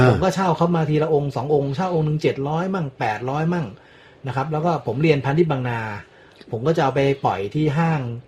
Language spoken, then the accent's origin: Thai; Samrong, Samut Prakan, Thailand; ผมเป็นคนจังหวัดสมุทรปราการนะครับผมเป็นคนสำโรงอยู่แถวสำโรงสมุทรปราการนะครับก็ครอบครัวผมก็เป็นครอบครัวเปิดร้านขายของชำแล้วก็ขายหนังสือพิมพ